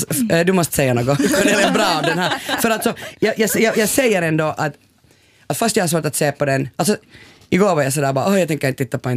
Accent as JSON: {"language": "Swedish", "town": "Porvoo", "region": "Uusimaa", "country": "Finland", "tie": "born or raised there", "said": "jag är uppvuxen i Borgå på 80-talet."}